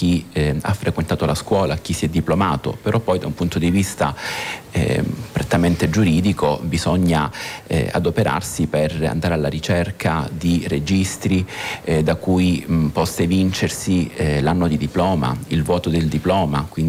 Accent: Calabria, Italy; now in Amatrice, Italy; sono calabrese.

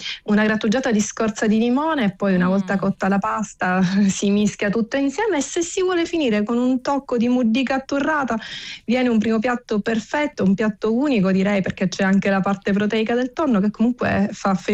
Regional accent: Catania, Sicily, Italy; born there; Sì, io sono nata a Catania, ma sono figlia di un trentino.

